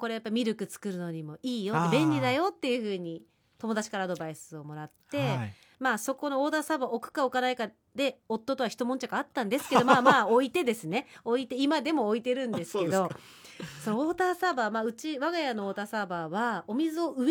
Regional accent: Kanuma, Tochigi, Japan; moved away; 私も栃木出身、鹿沼市出身なんです、

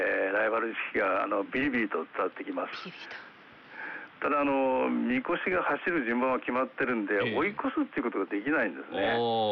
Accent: Nagasaki, Japan; このうち岩林は私の地元なんです。

